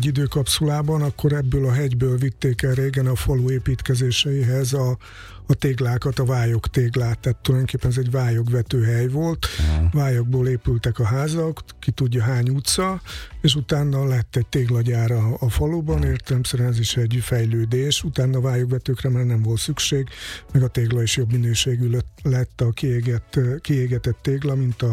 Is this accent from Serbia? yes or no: yes; Mali Iđoš, Vojvodina, Serbia; értemszerűen innen származom, Kishegyesről